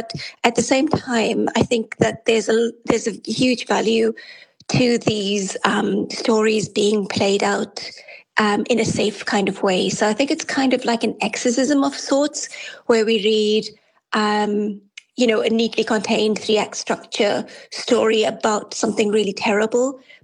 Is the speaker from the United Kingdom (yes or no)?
no; Cape Town, Western Cape, South Africa; moved away as an adult; now in Galway, Ireland; So I'm from South Africa originally, from Cape Town, and I was stolen away by an Irishman 17 years ago. So we now live in Galway, and I've been here for 17 years now.